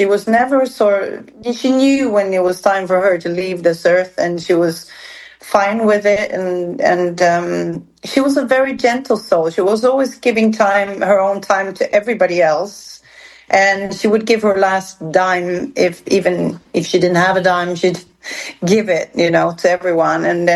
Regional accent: Sweden; whenever I say that I'm from Sweden

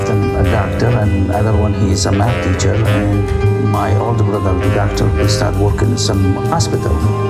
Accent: Iraq; moved away; I'm from Iraq, south of Iraq.

